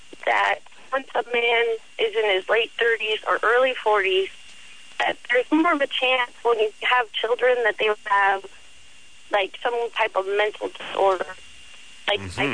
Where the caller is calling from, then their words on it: Anchorage, Alaska, United States; I'm calling from Anchorage.